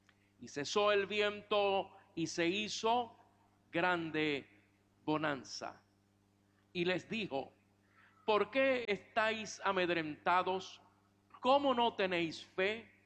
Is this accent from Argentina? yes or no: no; Puerto Rico; Yo mañana salgo a mi tierra, Puerto Rico